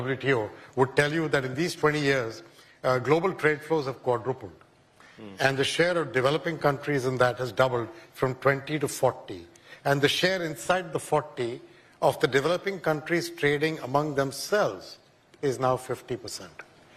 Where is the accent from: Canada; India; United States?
India; moved away; growing up in India